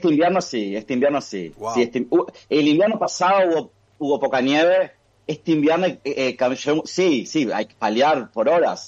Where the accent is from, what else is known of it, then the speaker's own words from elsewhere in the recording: Montevideo, Uruguay; moved away as an adult; also born or lived in Argentina; now in Boston, United States; yo vivo, o sea, me crié en Uruguay, sí. Soy músico. En realidad, yo me considero muy de Río de la Plata porque mis padres son argentinos y pasé mucho tiempo en Argentina, pero desde los 4 años hasta que me fui ya